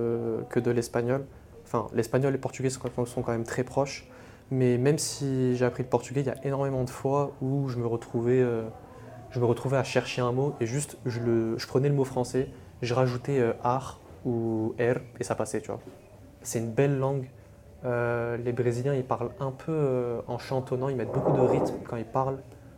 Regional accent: France; also born or lived in Tunisia; je suis français et en plus, je suis tunisien.

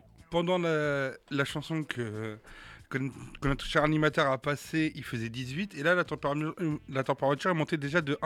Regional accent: Normandy, France; on est de Normand, on râle quand il fait moche et on râle quand il fait beau.

